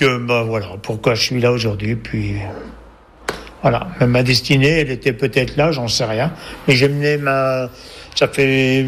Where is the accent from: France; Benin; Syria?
France; Couches, Bourgogne-Franche-Comté; born or raised there